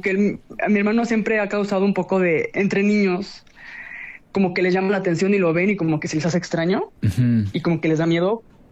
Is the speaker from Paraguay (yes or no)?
no; Mexico; y para mí como mexicana, o sea, sí, sí fue un choque.